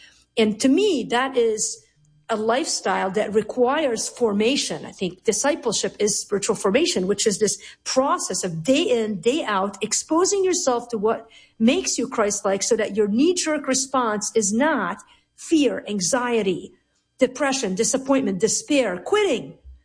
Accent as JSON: {"language": "English", "country": "Lebanon", "tie": "born or raised there", "lives_now": "United States"}